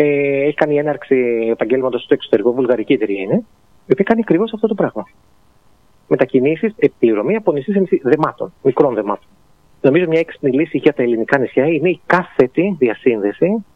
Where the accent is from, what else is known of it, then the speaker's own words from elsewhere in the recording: Athens, Attica, Greece; moved away as an adult; also born or lived in Leeds / Sheffield / London; now in Mytilene, Greece; είμαι νησιώτης πλέον, ενώ γεννήθηκα και μεγάλωσα στην Αθήνα. Σπούδασα σε Αθήνα, Μυτιλίνη, Λίτς, Σέφιλ, Λονδίνος.